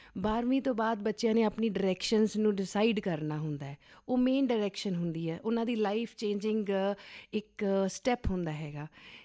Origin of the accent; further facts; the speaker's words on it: Patiala, Punjab, India; born there; also born or lived in Rajpura; now in Jalandhar, India; ਮੇਰਾ ਜਨਮ ਪਟਿਆਲਾ ਸ਼ਹਿਰ ਦੇ ਵਿੱਚ ਹੋਇਆ